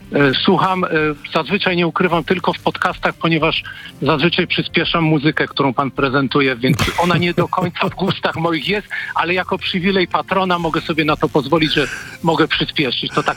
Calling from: Subcarpathian Voivodeship, Poland; ja dzwonię z Podkarpacia, okolicy Łańcuta.

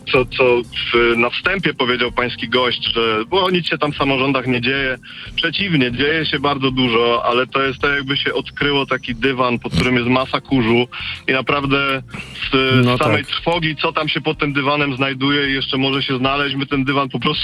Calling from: Kraków, Lesser Poland, Poland; dzwonię z Krakowa.

